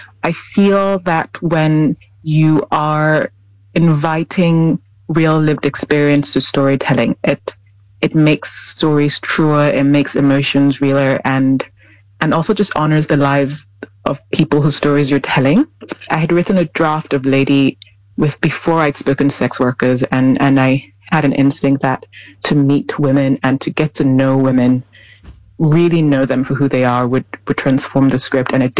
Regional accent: Lagos, Nigeria; I grew up in Lagos, and it's a city of 20 million people. I think the last statistic was that about 75% of the population is under 25. So it's young and youthful, and there's such a vibrance to the city.

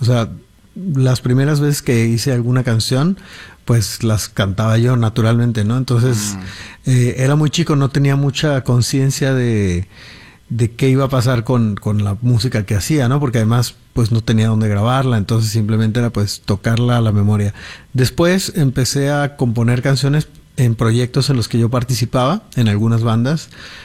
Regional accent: Guadalajara, Jalisco, Mexico; Vamos, ayer estuvimos más o menos a la misma temperatura en Guadalajara, que es de donde yo soy.

